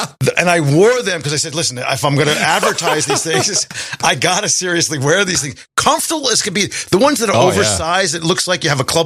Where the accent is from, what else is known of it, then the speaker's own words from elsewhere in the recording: Commack, New York, United States; moved away as an adult; now in Florida, United States; I lived out in Comac, came down here in 87. I was 22 years old.